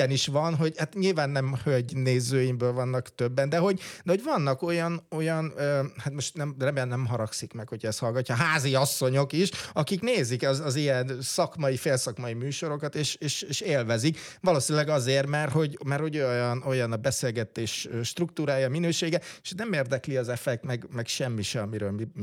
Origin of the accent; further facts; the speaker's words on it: Törökszentmiklós, Jász-Nagykun-Szolnok, Hungary; born there; egy törökszemiklósi illetőségű, hogy ahol én születtem